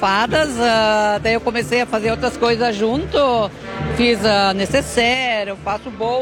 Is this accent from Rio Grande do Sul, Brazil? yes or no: yes; Picada Café, Rio Grande do Sul, Brazil; Bom dia, meu nome é … sou aqui da Picada Café.